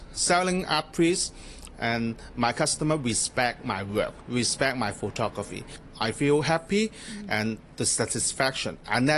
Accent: Hong Kong; The old and the new, especially I grew up here in Hong Kong. I have a special feeling of this place.

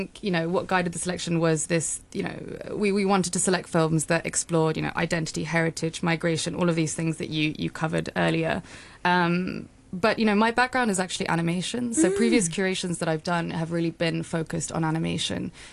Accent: Hong Kong; I'm half English, half Japanese, born and raised in Hong Kong. So Hong Kong is, you know, home.

